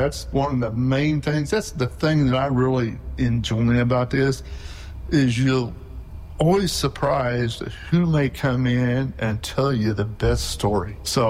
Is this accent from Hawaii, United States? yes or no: no; Indiana, United States; I grew up in the Morgan Monroe Forestry, spent my whole life there, 50-some years there, and I went, no way is there Bigfoot in Indiana